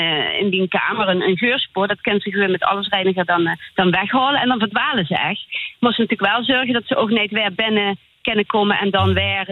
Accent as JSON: {"language": "Dutch", "town": "Sittard", "region": "Limburg", "country": "Netherlands", "tie": "born or raised there", "said": "Ik kom uit Zittert. Ik ben opgegroeid in Zittert, ja."}